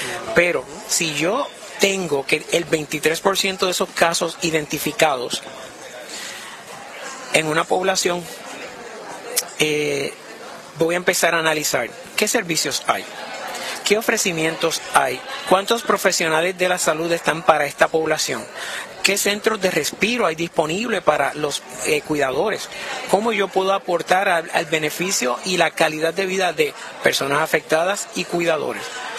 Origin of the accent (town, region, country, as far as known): Aguada, Puerto Rico